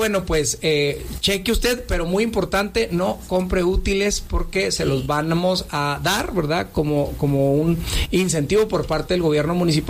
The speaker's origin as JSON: {"language": "Spanish", "country": "Mexico"}